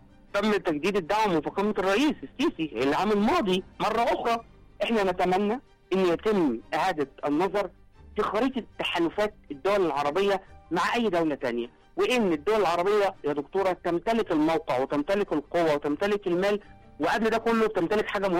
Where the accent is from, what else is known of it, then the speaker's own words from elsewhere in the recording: Egypt; الكلام ده احنا مش بنقوله عشان احنا مصريين